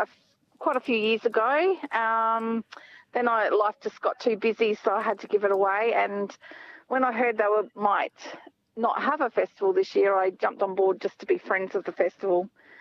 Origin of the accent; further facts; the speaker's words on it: Lurup, Australia; I've been born and bred in Lurup. I've never left.